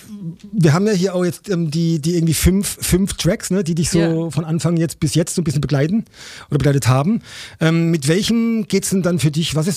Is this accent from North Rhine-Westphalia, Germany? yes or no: no; Baden-Baden, Baden-Württemberg, Germany; Also ich meine, ich bin ja auch aufgewachsen im Südbadischen. Ne? Also ja, eher dann im Baden-Baden.